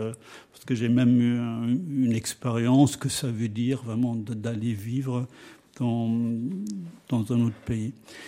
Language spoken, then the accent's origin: French; Germany; French is a second language; now in France; moi aussi, je viens de l'étranger. Je suis originaire de l'Allemagne.